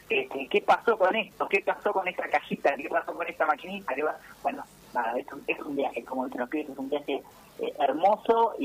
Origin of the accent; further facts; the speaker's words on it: Buenos Aires, Argentina; yo soy de Buenos Aires